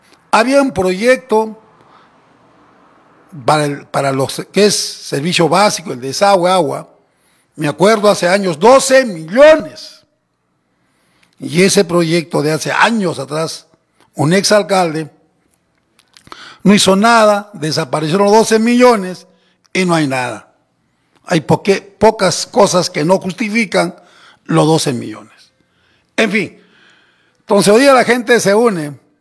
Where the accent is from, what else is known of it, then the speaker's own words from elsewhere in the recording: Inclán, Tacna, Peru; yo también vivo en Inclán, soy de Inclán